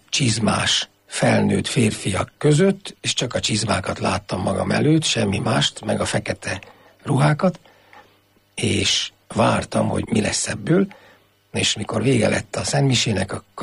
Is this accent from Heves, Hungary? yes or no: no; Érsekvadkert, Nógrád, Hungary; Tehát Érsekvadkertől származom, ez Palócországnak a, mondjuk azt, hogy a szíve közepe, nevezzük annak